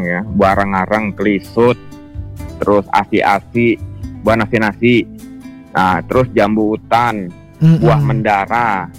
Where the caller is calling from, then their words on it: Deniang, Bangka Belitung Islands, Indonesia; kami di Deniang ini